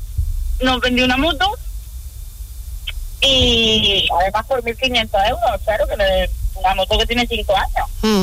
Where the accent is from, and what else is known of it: Almería, Andalusia, Spain